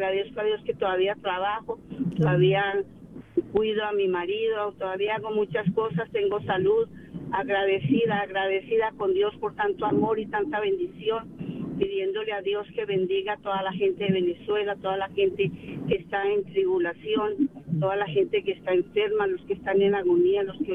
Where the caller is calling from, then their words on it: Riverside, California, United States; llamo de aquí de California